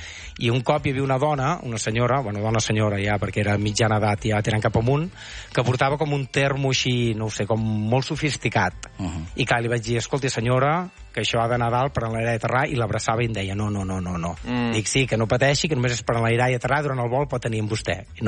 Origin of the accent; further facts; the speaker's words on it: Terrassa, Catalonia, Spain; Jo soc de Terrassa